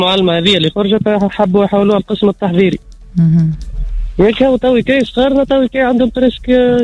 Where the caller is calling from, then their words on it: Tunisia; من مدينة عقير.